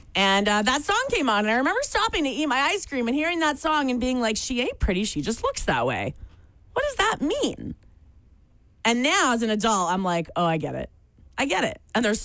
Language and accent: English; Ontario, Canada; I grew up in the Seaway Valley area. I moved around a lot. And one place that I lived was in Lancaster.